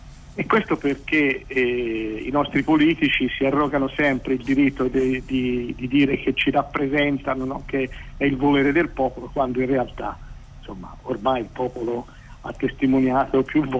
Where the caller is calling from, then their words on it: Pisa, Tuscany, Italy; Buongiorno